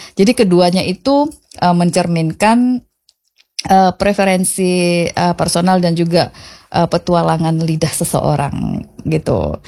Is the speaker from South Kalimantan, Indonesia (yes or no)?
no; North Sumatra, Indonesia; karena saya orang Batak, makanan favorit orang Batak itu banyak, gitu ya.